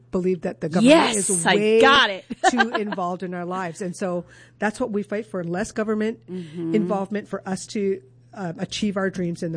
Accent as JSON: {"language": "English", "town": "Mililani", "region": "Hawaii", "country": "United States", "tie": "born or raised there", "said": "I don't know that would be a conversation that would happen in my hometown of Mililani or on my island."}